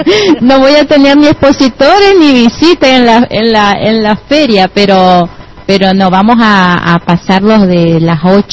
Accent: Argentina; no somos argentinos

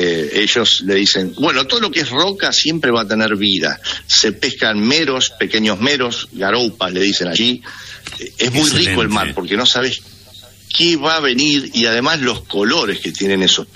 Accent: Argentina; Hola, soy de Argentina, me gusta la pesca, me gustaría estar con vos un rato acá, a verte.

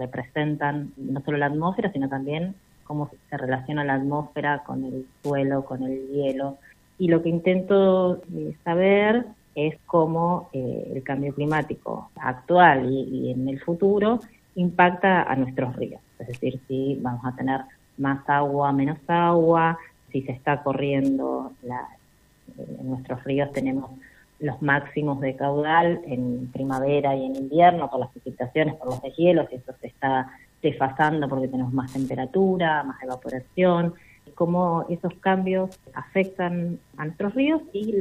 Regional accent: Río Gallegos, Santa Cruz, Argentina; born there; also born or lived in La Pampa; Yo nací en Río Gallegos, viví en Patagónica, después viví muchos años en el campo de mi abuela en La Pampa

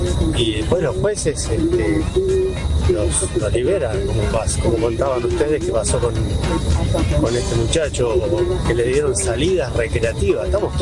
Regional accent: General Guido, Buenos Aires Province, Argentina; soy de General Guido.

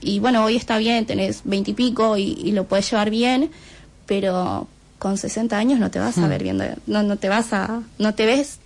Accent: Bolivia; now in Buenos Aires, Argentina; Bueno, yo vivo en la Villa 31, siendo migrante, siendo boliviana.

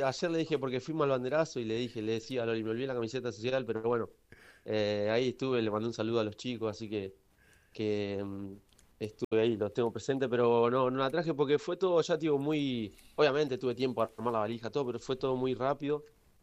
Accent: Argentina; como somos los argentinos

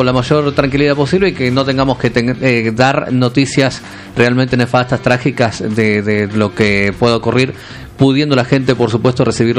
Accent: Uruguay; now in Tucumán, Argentina; Lo vi a Juan Pablo II en el año 1988, cuando él fue a mi ciudad natal allá en Uruguay.

